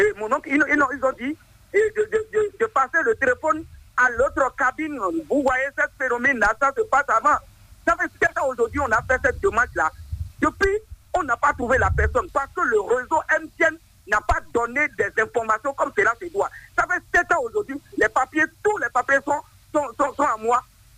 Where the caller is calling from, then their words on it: Benin; Je vous appelle depuis Viguet.